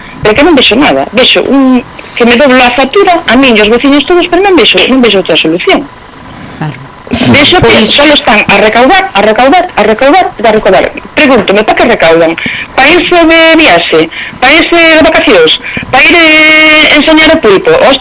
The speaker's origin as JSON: {"language": "Galician", "town": "O Irixo", "region": "Galicia", "country": "Spain", "said": "Pois son do Irixo, claro que sí que son do Irixo."}